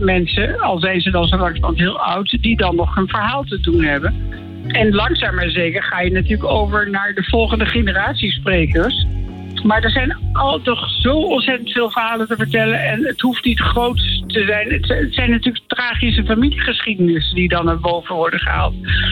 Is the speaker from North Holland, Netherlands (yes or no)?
yes; Amsterdam, North Holland, Netherlands; ik ben geboren getogen in Amsterdam.